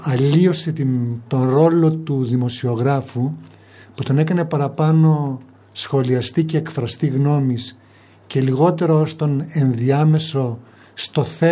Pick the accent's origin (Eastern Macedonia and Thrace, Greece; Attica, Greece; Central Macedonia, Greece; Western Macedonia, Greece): Western Macedonia, Greece; Velvento; Όχι, και δεν το λέω για το Βελβεντό και την πατρίδα μου, ναι.